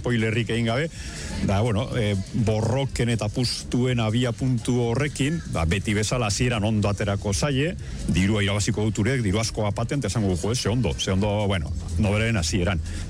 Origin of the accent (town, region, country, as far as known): Basauri, Basque Country, Spain; also born or lived in Vitoria-Gasteiz; now in Arbizu, Spain